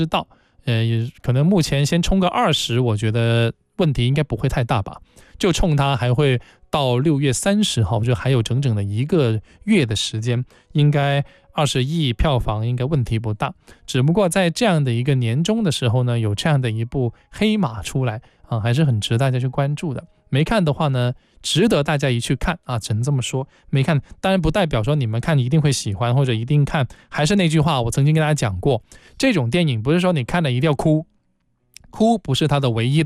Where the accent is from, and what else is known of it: Guangdong, China